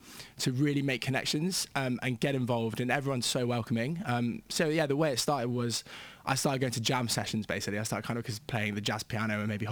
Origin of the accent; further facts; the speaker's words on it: Bristol, South West England, United Kingdom; So I'm from Bristol